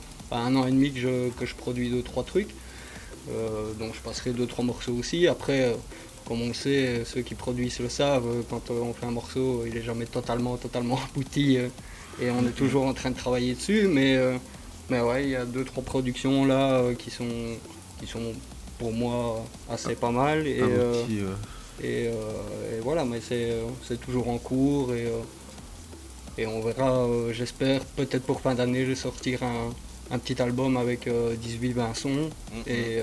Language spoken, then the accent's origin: French; Wallonia, Belgium; Alors moi je viens de la région des barrages de l'Oder, ouais, à côté de Walcourt et Philippeville.